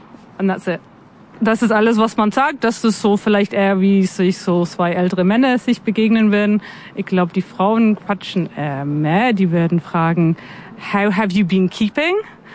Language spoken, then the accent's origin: German; Scotland, United Kingdom; German is a second language; now in Germany; ich komme aus Schottland, da ändert sich das Wetter sehr